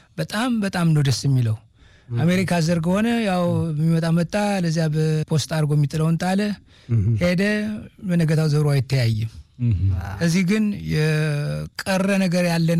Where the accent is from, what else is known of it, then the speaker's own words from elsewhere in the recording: Amhara, Ethiopia; also born or lived in Gondar; ከዚያ ተወልጄ ወደ ብርዋክስ ወደሚባል ቦታ ልጅነታችን አባታችንና እናታችን ለቀው አዲስ ቦታ ሲቆረቁሩ ከዚያ ቆርቁረን አምቦቨር ትምህርት ቤት እስከ ስድስተኛ ክፍል ድረስ